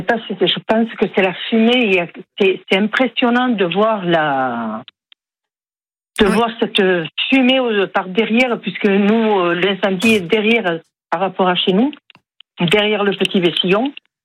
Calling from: Seillons-Source-d'Argens, Provence-Alpes-Côte d'Azur, France; je suis à Seillon-sur-Sauzargent

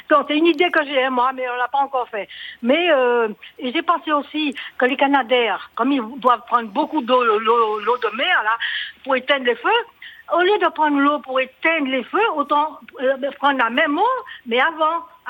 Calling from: Martinique; Je suis en Martinique et il est 14h.

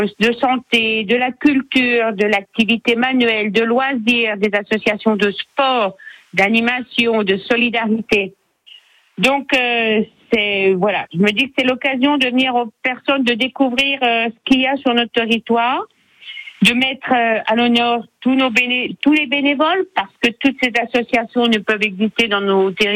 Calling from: Saulieu, Bourgogne-Franche-Comté, France; je suis à Saulieu.

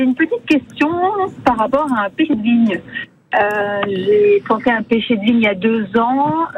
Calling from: La Ravoire, Auvergne-Rhône-Alpes, France; J'habite à la Ravoire.

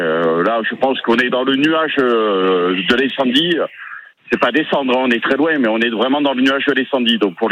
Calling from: Mouriès, Provence-Alpes-Côte d'Azur, France; je suis sur Moriès

